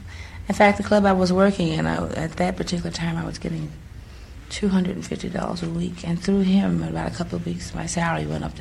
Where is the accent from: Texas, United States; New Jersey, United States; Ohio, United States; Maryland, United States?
New Jersey, United States; Newark; also born or lived in New York; I'm from Newark, New Jersey.